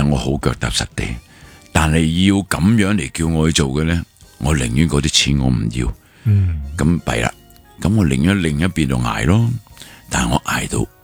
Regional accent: Hong Kong; 但系因为我哋香港人咧，就最识就弄字眼啊。

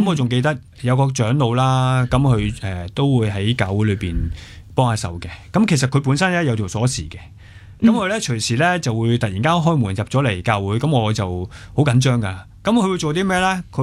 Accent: Hong Kong; 我哋香港人

